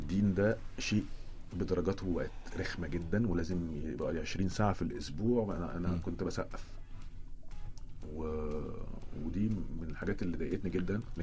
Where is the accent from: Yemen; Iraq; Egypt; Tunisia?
Egypt; احنا مصريين يعني